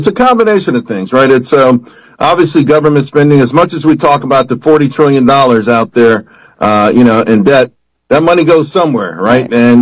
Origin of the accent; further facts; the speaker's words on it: United States; we don't have a voice in this as American citizens